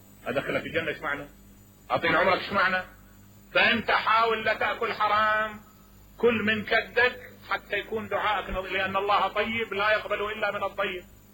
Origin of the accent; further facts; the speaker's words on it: Najaf, Najaf Governorate, Iraq; قلت من النجف